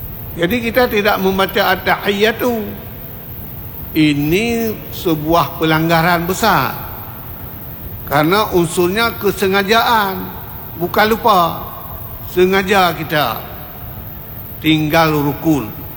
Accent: Aceh, Indonesia; Biasa kalau kita orang Aceh, kaum-kaum ibu sering sembahyangnya di sawah, salat di sawah

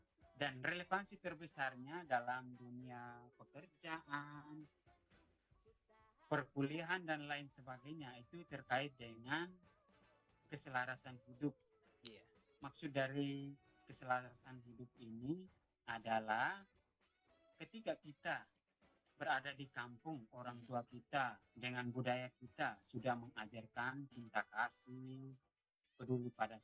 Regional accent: East Nusa Tenggara, Indonesia; Nah, satu tantangan terbesar juga kebiasaan kita orang Dawan Timur, khususnya dalam hal ini dari mohon maaf dari kota ya Kepa

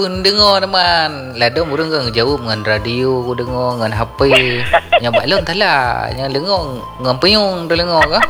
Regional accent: Banda Aceh, Aceh, Indonesia; Saya dari Bandar Aceh.

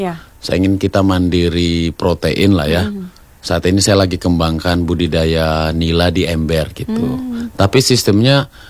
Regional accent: Sulawesi, Indonesia; kita orang Sulawesi

